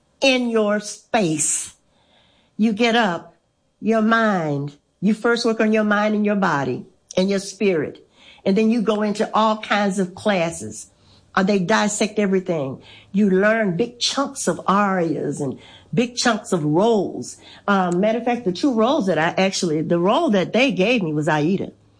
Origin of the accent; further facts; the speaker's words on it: Louisiana, United States; I was here, I was raised in Louisiana, but all of my accolades, everything, all of my, you know, the things that really mattered actually was in Texas.